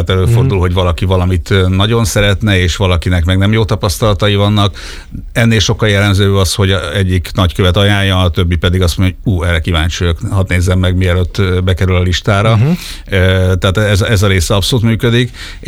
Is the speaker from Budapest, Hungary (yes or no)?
no; Sopron, Győr-Moson-Sopron, Hungary; Sopronban, én Soproni vagyok